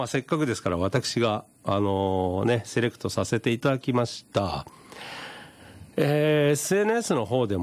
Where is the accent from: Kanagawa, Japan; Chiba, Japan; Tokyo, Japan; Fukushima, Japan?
Kanagawa, Japan; Yokosuka; moved away; 生まれ故郷の横須賀に行ってきまして